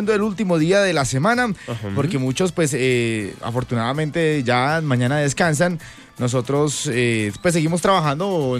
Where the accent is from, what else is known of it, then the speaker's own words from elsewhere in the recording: Tunja, Boyacá, Colombia; moved away; hoy vamos para Tunja, entonces necesito llegar a mi tierra natal